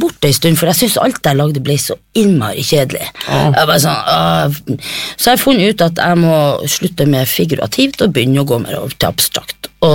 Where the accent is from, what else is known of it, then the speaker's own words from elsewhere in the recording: Øksfjord, Finnmark, Norway; moved away; Jeg fra Finnmark. Jeg fra noe der Øksfjord heter det.